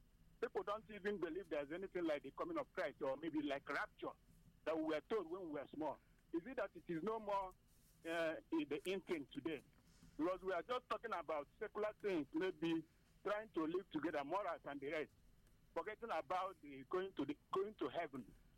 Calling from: Enugu, Enugu State, Nigeria; I'm calling from Enugu.

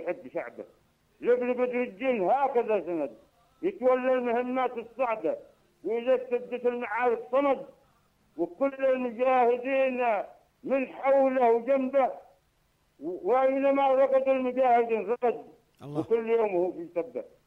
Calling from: Dhamar, Yemen; من محافظه دمار.

